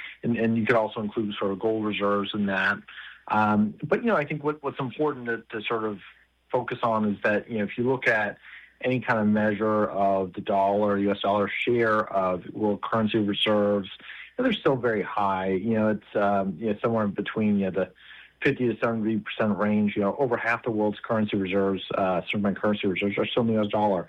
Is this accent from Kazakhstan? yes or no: no; Canada; moved away; I grew up in Canada